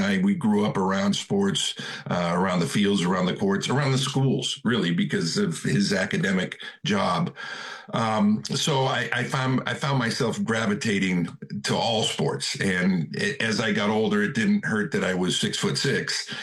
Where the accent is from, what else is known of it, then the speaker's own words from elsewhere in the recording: Cloverdale, California, United States; I was born and raised in Cloverdale, California, which is just it's in Northern California, a little north of Santa Rosa, small town.